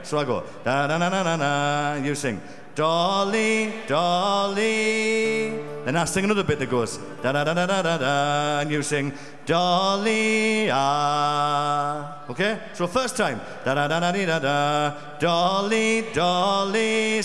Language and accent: English; Newcastle upon Tyne, North East England, United Kingdom; accent: Geordie; very top northeast corner of England. They call us Geordies in England. And this is a song that comes from Newcastle, which is our hometown.